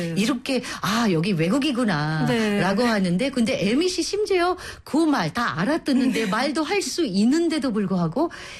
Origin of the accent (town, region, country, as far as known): Philippines; Korean is a second language; now in South Korea